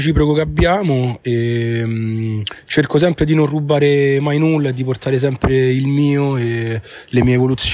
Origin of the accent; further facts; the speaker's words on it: Rome, Lazio, Italy; nel quartiere dove sono cresciuto, a Garbatella, era un quartiere, perché mo se sta un po' allargato, era un quartiere molto di nicchia e tipo paesino